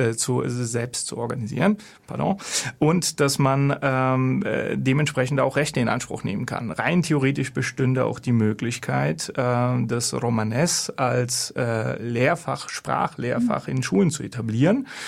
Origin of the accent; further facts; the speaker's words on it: Bulgaria; moved away; Also ich bin in Bulgarien geboren, in Bulgarien aufgewachsen, ich habe die bulgarische Staatsbürgerschaft. Und man muss mich nicht in die bulgarische Struktur integrieren. Also ich fühle mich bulgarisch